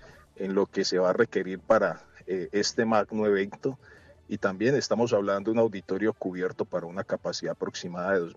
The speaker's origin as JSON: {"language": "Spanish", "town": "Cali", "region": "Valle del Cauca", "country": "Colombia", "said": "con todo el amor para, como vallecaucanos, como caleños, poder llevar de la mejor manera este acto histórico muy representativo para nuestro país."}